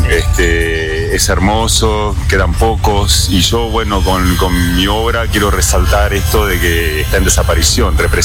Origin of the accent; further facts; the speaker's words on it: Buenos Aires, Argentina; also born or lived in Paris, France; Sí, sí, así es. Abuelos paraguayos. Bueno, después de mi nacimiento se mudaron a Argentina. Crecí en Buenos Aires, colegio francés.